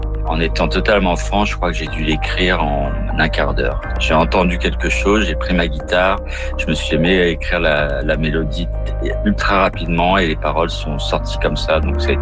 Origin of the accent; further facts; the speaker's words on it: Gibsons, British Columbia, Canada; je viens de Colombie-Britannique, Gibson's, qui est juste en face de Vancouver.